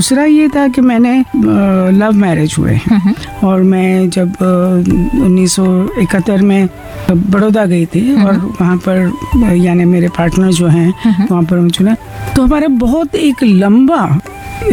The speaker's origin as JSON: {"language": "Hindi", "region": "Gujarat", "country": "India", "said": "गुजरात से हूँ"}